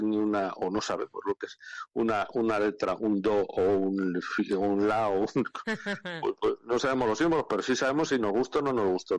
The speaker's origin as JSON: {"language": "Spanish", "town": "Peñaranda de Bracamonte", "region": "Castile and León", "country": "Spain", "tie": "born there"}